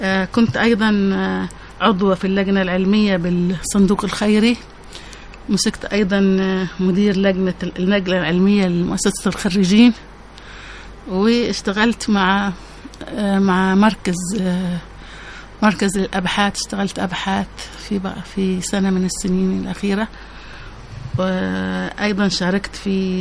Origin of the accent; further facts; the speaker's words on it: Mukalla, Hadhramaut, Yemen; also born or lived in Cairo, Egypt; في بداياتي كانت في المكلا، طبعا مولود في المكلا في حي الشهيد خالد، بعدها ودرست بدايتها في المكلا أيضا، بعدين بحكم يعني ظروف الوالد وكذا انتقلنا إلى القاهرة ودرست هناك في القاهرة، درست إعدادية ثانوية والجامعة، وبعدين رجعت لهنا تاني